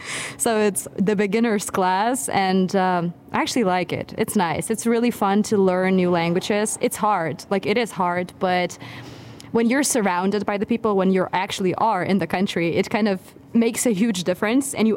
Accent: Lithuania; I come from Lithuania.

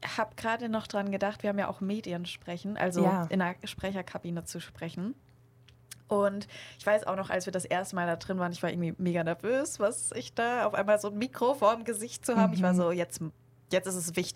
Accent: Lower Saxony, Germany; Ich komme ja auch aus der Nähe von Oldenburg.

